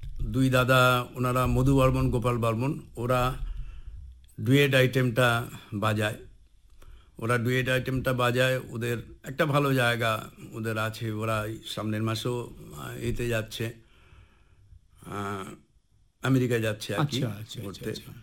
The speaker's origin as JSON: {"language": "Bangla", "country": "India", "said": "একজন ইন্ডিয়ান হিসাবে as a singer"}